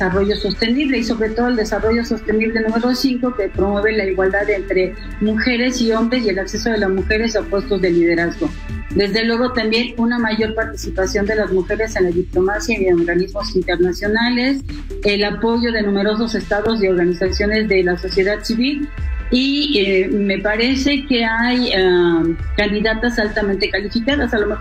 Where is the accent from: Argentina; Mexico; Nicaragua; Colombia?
Mexico; Lo diría desde nuestra óptica como pueblo mexicano, pues implicaría a nivel mundial la ruptura de este techo de cristal que mucho ha venido a trabajar nuestra nación